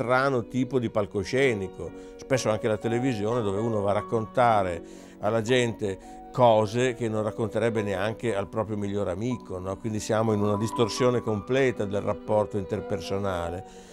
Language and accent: Italian; Milan, Lombardy, Italy; io sono nato a Milano.